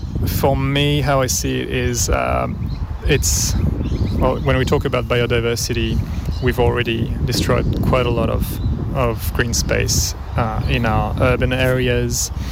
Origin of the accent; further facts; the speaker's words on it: France; moved away as an adult; now in Brisbane, Australia; originally I'm from France with a root in Peru as well. So I am an immigrant here, but I've been in Australia for, living here for about 14 years.